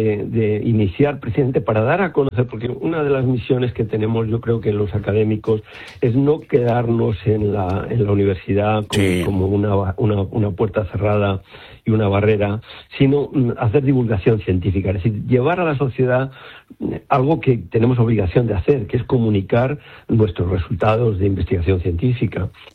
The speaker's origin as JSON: {"language": "Spanish", "town": "Madrid", "region": "Community of Madrid", "country": "Spain", "lives_now": "Armuña, Spain", "said": "Y yo, de hecho, soy madrileño de Chamberí y me he ido a vivir a la Armuña salmantina"}